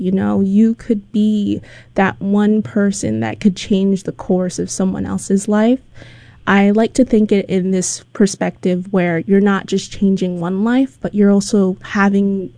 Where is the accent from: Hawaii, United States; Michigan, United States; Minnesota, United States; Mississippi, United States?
Hawaii, United States; it's one thing that I grew up with here in Hawaii